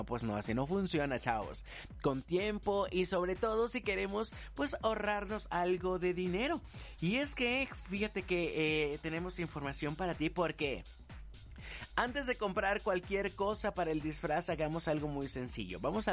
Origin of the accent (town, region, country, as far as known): Mexico